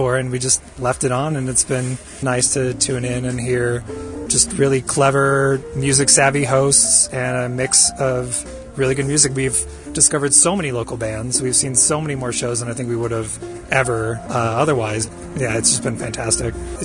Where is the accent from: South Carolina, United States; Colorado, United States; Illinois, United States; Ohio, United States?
Colorado, United States; Littleton; from Littleton. We had moved back to Colorado and we needed a new radio station